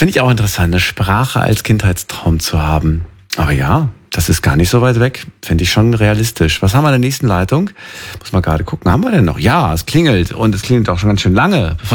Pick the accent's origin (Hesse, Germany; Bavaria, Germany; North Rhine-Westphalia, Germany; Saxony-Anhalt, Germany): Hesse, Germany; Ich bin Hesse, das ist ja da der Ursprung der Strubbelpeter-Geschichte, natürlich.